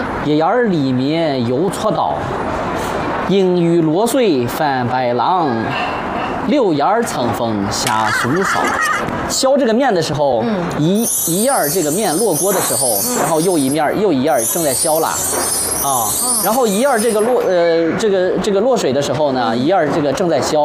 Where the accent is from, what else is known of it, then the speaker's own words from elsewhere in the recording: Shanxi, China; 作为山西人，我必须得给自己省大 call。